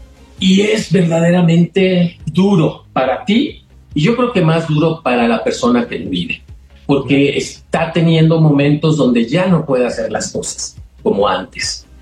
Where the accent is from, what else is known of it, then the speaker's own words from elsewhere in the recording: Poza Rica, Veracruz, Mexico; born there; yo nací en Poza Rica, Veracruz. Y en aquel entonces, o sea, yo tengo 15 entrados en 16